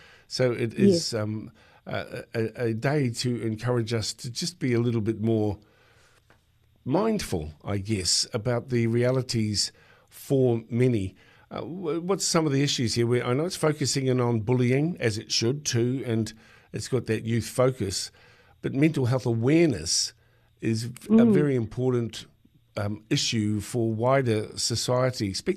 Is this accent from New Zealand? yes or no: yes; New Zealand; I'm a Kiwi guy